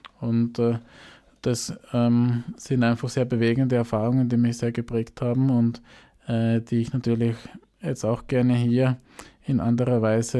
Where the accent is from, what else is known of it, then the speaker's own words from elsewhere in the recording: Austria; Ich bin hier durchaus mit einem starken Naturbezug auch aufgewachsen in Österreich